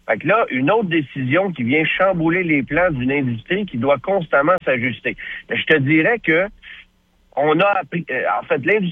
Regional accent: Canada

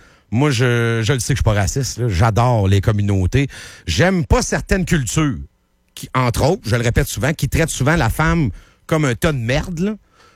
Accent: Plessisville, Quebec, Canada; quand j'étais jeune à Plessisville.

